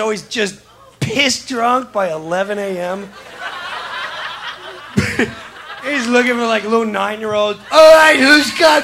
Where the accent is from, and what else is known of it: New York, United States; born or raised there